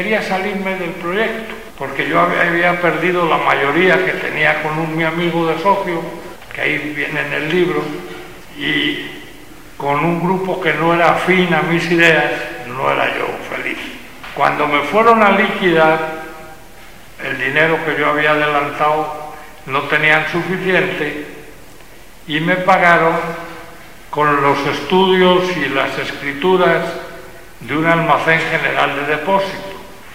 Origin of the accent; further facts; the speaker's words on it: Spain; Pero los que somos naturales de España, podemos quedar unos 200 o algo por el estilo, no más.